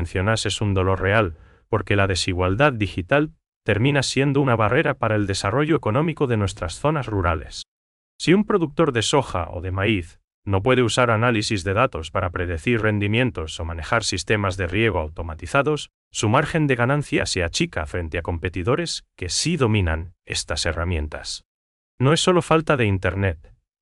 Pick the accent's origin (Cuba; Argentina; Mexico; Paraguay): Paraguay; para que realmente nos beneficie a nosotros, los paraguayos.